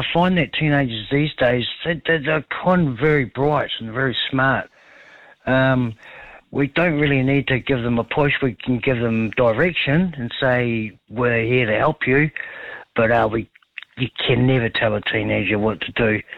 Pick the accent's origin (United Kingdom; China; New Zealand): New Zealand; born there; it's our right as being born here as a Kiwi